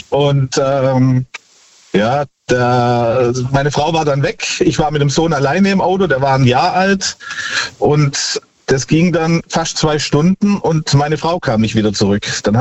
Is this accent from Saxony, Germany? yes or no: no; Baden-Württemberg, Germany; Ja, ich komme aus Gnähren bei Tübingen.